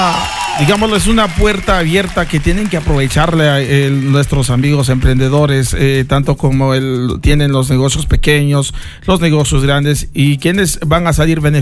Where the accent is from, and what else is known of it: Ecuador